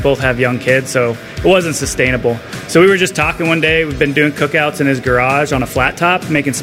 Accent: Spokane, Washington, United States; moved away as an adult; now in Columbus, United States; So we're both from Washington. Jared's from the west side. I'm from the east side. I'm from Spokane.

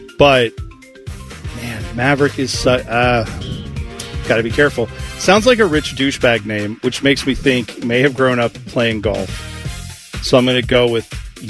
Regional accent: Columbus, Ohio, United States; You and I both growing up in Columbus, in Central Ohio.

